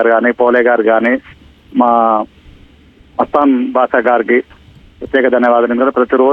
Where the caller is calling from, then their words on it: Nalgonda district, Telangana, India; మాది నల్గొండ జిల్లా నెమ్మాని గ్రామం మేడం మాది.